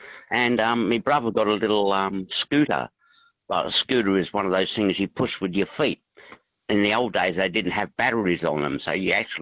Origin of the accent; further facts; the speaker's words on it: England, United Kingdom; also born or lived in Wollongong, Australia / Rockhampton, Australia; now in Australia; well, I come from Wollongong, so I come from England originally. But yeah, Wollongong down to Kiama, or then we moved to Rockhampton.